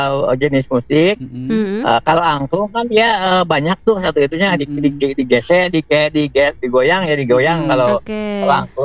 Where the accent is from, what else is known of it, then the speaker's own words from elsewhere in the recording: Ciamis, West Java, Indonesia; Kalau saya kan Sunda asli ya Bang Jojo, ada Ciamis